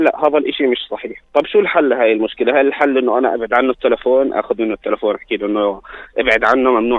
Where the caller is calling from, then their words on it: Jordan; عندنا في الأردن